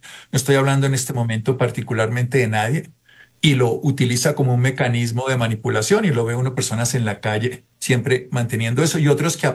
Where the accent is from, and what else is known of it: Colombia